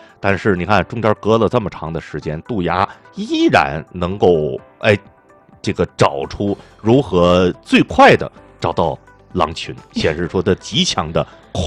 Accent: Tianjin, China; 作为一个天津人哈

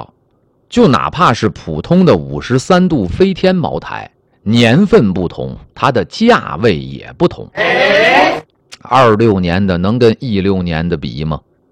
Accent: Shenyang, Liaoning, China; 我们老家辽宁沈阳

